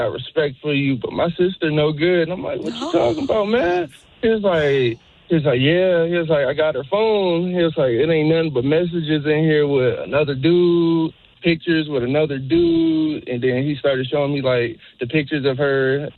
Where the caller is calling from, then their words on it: Murrieta, California, United States; I'm calling from Marietta.